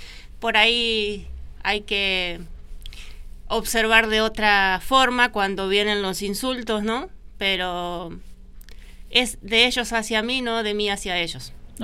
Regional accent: Argentina; siendo una ciudadana argentina.

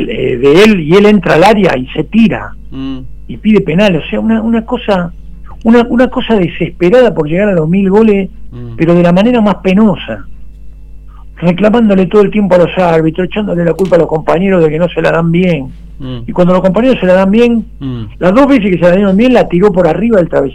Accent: Argentina

